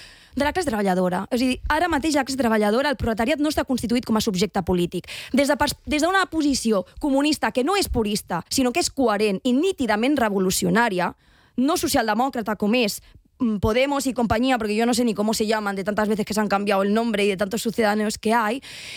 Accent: Catalonia, Spain; Catalan is a second language; som els catalans els que tenim moltes lliçons sobre què significa que ens obliguin a parlar una altra llengua

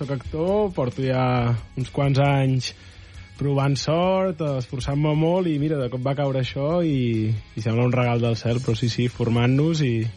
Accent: Seva, Catalonia, Spain; moved away as an adult; now in Barcelona, Spain; Jo sóc de Seva.

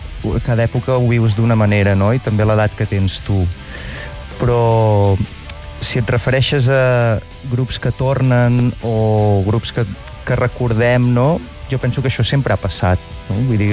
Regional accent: Catalonia, Spain; com que som de la Garrotxa

